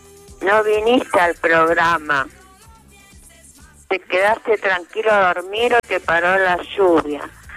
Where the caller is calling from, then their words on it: Capitán Bermúdez, Santa Fe, Argentina; de Capitán Bermúdez